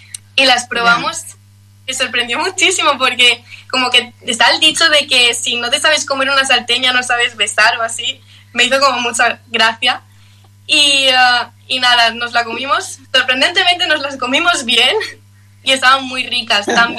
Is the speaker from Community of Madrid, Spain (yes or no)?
no; Valencia, Valencian Community, Spain; Yo soy de Valencia.